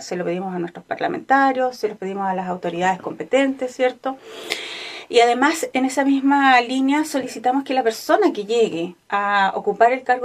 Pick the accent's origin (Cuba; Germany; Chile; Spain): Chile; Los Lagos; ¿Y qué pasa con nuestras vecinas, con nuestros vecinos? Yo soy chilota.